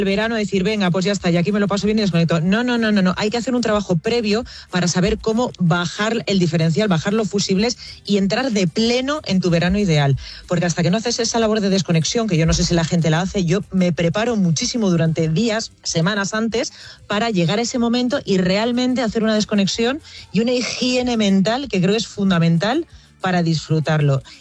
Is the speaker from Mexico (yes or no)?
no; La Vall d'Uixó, Valencian Community, Spain; yo soy de Baiduxó, que es un pueblo que está rodeado de montañas y que tiene el mar muy, muy, muy, muy cerquita, en Moncofar, Chilches, Burriana, Nules, ¿no?